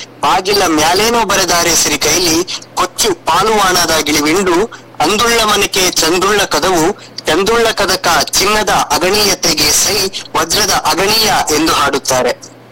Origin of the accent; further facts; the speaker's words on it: Kalasa, Karnataka, India; ನಮ್ದು ಇಲ್ಲೇ ಹತ್ರ ಕಳಸ ಸರ್.